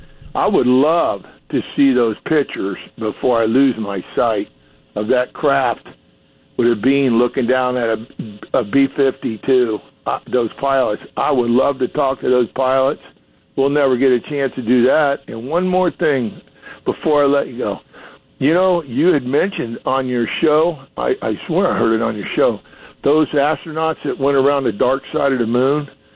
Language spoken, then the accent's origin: English; Florida, United States; I grew up in South Florida, and when I was a young man, I'm 75 now, but I remember when I was about 7 or 8 years old, in the Miami Herald